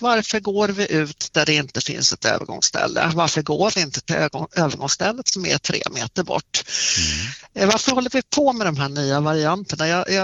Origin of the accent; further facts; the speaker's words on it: Italy; Jag är från Italien så att jag tutar en hel del.